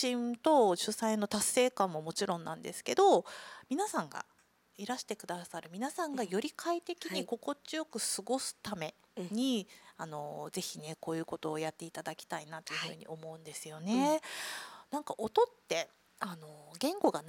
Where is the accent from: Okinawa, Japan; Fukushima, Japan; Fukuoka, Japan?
Okinawa, Japan; 沖縄にこう生まれ育っているとそのなんだろうな、